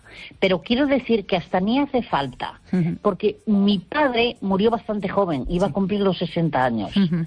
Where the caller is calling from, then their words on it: Galicia, Spain; Que estoy muy cerquita de Vigo y llamo desde la provincia de Pontevedra.